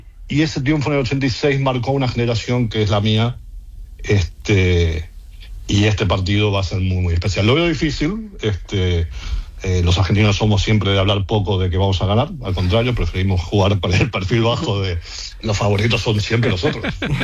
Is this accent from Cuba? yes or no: no; Spain; moved away; Soy español también. Me vine aquí en el año 99, con lo cual me voy a sentir ganador de entrada.